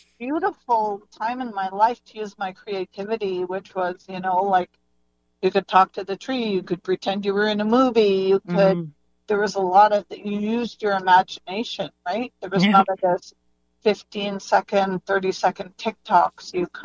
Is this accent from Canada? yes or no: yes; Alberta, Canada; It means soaring eagle. I come from Kehuen Cree Nation, and yeah, I'm a writer